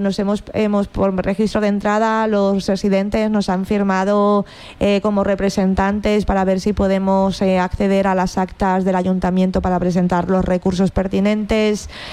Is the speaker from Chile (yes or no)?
no; Valencian Community, Spain